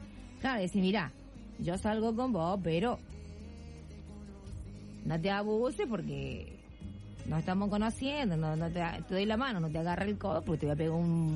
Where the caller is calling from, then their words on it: Serrano, Córdoba, Argentina; de Serrano, provincia de Córdoba, al sur de Córdoba.